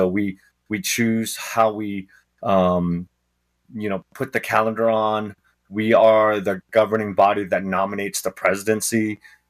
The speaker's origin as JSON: {"language": "English", "area": "San Francisco Bay Area", "region": "California", "country": "United States", "tie": "born or raised there", "also_born_or_lived": "Shanghai, China", "said": "we grew up in the Bay Area, in San Francisco Bay Area"}